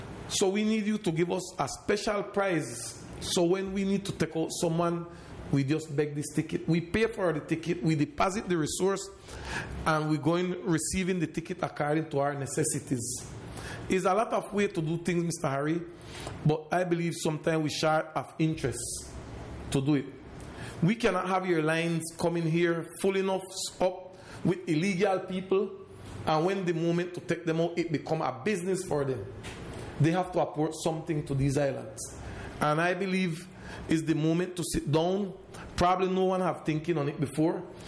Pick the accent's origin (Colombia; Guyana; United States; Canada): Colombia; Providencia, San Andrés, Providencia and Santa Catalina; as a Providence man, I have to say, I was raised in Providence. I love Providence. I love our island.